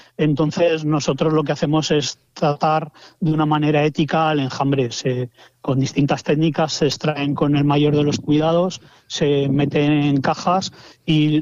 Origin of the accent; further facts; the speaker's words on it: Cuenca, Castilla-La Mancha, Spain; Yo soy de Cuenca